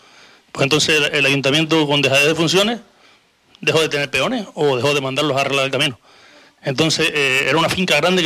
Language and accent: Spanish; Canary Islands, Spain; vengo del sur de Tenerife.